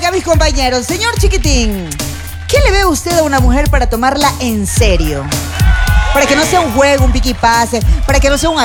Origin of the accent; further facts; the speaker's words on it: Manta, Manabí, Ecuador; nosotros que venimos de Manta